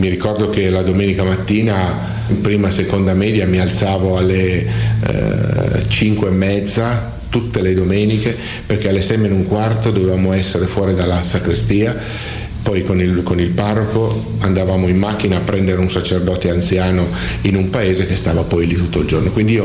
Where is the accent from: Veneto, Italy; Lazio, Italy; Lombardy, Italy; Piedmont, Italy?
Piedmont, Italy; Gaglianico; also born or lived in Trivero; now in Casale Monferrato, Italy; E sono nato lì, a 6 anni con i miei genitori ho lasciato il paese e sono sceso alla periferia di Biella, in un paese di nome Gaglianico, perché i miei genitori hanno rilevato un ristorante, una trattoria. E quindi io sono cresciuto con i miei genitori, lì